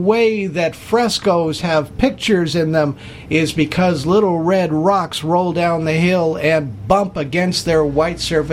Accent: Los Angeles, California, United States; I was raised in Los Angeles and Hollywood movies and everything

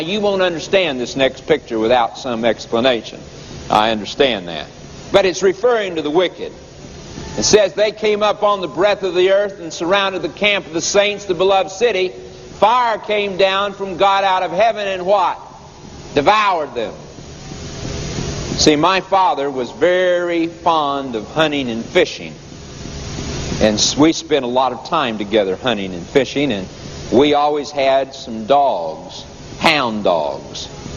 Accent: Oklahoma, United States; Boy, I was raised in Oklahoma.

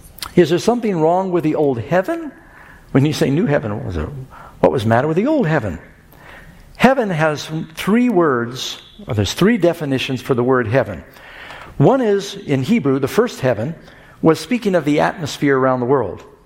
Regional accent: New York City, New York, United States; born or raised there; also born or lived in Los Angeles / Miami

